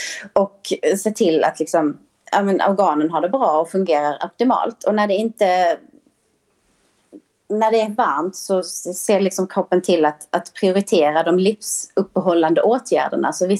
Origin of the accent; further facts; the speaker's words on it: Sweden; som svensk